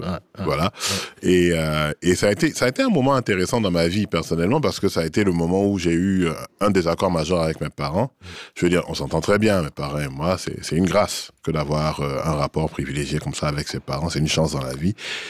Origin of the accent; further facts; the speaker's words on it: Abidjan, Côte d’Ivoire; Et donc j'ai grandi à Cocody, dans un coin de la ville qui est plutôt calme. Mais Abidjan est une Abidjan, c'est un pays dans le pays.